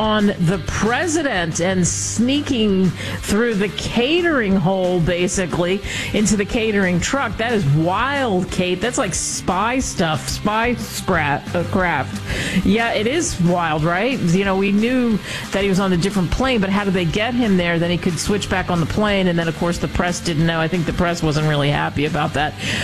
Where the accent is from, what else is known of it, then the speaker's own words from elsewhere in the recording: Salt Lake City, Utah, United States; I know I'm not popular in Utah for that because everybody says, what about the Jazz? Because I grew up here in Salt Lake City, but I just have always been a Lakers fan.